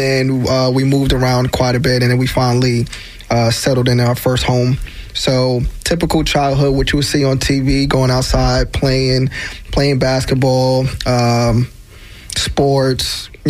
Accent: New York, United States; is born and raised Bronx, New York.

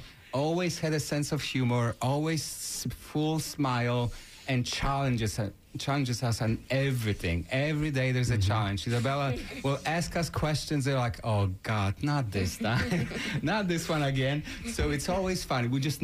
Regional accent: Podlaskie Voivodeship, Poland; moved away as an adult; also born or lived in England / Oxford; now in Florida, United States; I grew up in Poland, and I moved to U.S. in 1994.

